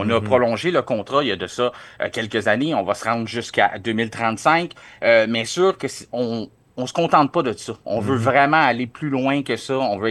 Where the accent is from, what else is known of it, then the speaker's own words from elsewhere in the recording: Montreal, Quebec, Canada; chez nous à Montréal